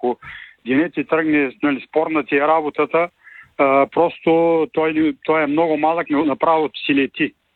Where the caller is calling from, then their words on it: Dimitrovgrad, Haskovo Province, Bulgaria; от Димитровград.